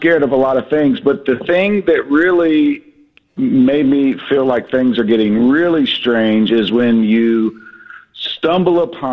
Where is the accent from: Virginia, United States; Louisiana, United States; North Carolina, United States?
North Carolina, United States; I am from Western North Carolina.